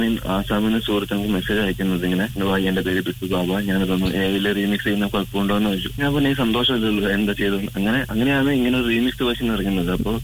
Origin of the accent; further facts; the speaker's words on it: Kasaragod district, Kerala, India; now in Sharjah, United Arab Emirates; നാട്ടില് ഞാൻ കാസർഗോഡ് ജില്ലയാണ്, തിരിക്കുളം എന്ന് പറയുന്നത് ഗ്രാമം, നീലേശ്വരത്തിന്റെ അടുത്തായിട്ട് വരും.